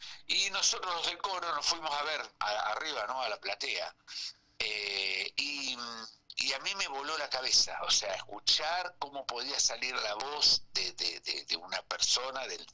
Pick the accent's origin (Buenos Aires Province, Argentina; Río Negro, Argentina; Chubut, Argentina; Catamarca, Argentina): Buenos Aires Province, Argentina; Mar del Plata; now in Buenos Aires, Argentina; De Mar del Plata, sí, marplatense, y María José también. Lo que pasa es que nos radicamos en Capital Federal